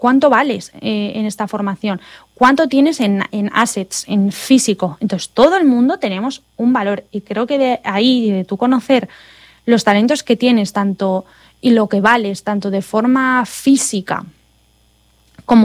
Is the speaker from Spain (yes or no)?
yes; Spain; moved away as an adult; now in United States; yo vengo de España donde hay seguro médico